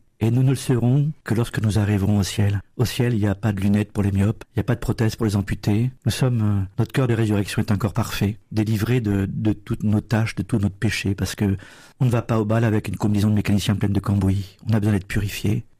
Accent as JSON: {"language": "French", "town": "Limoges", "region": "Nouvelle-Aquitaine", "country": "France", "tie": "born or raised there", "said": "Quand j'étais jeune à Limoges"}